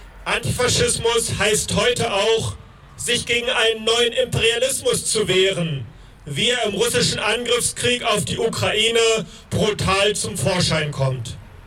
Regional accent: Germany; Ich schäme mich als Deutscher dafür

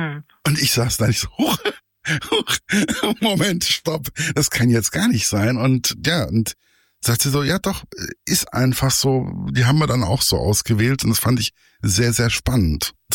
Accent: Giessen, Hesse, Germany; wir haben ja hier in Gießen, ich komme ja aus Gießen, und wir haben ja das zentrale Aufnahmelager gehabt von der DDR.

